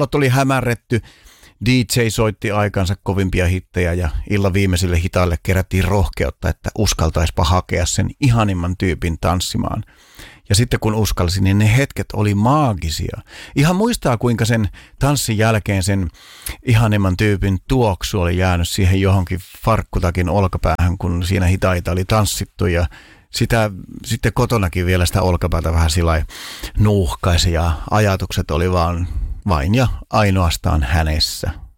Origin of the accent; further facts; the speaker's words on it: Alajärvi, South Ostrobothnia, Finland; meillä Alajärvellä aikanaan silloin lapsuudessa